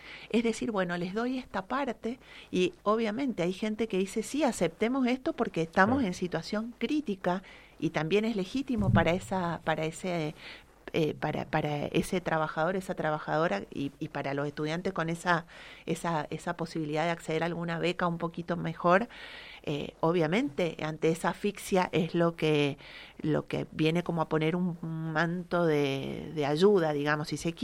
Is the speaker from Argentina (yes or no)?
yes; Argentina; Es no reconocer nuestra historia como argentinos y argentinas y desconocer nuestra identidad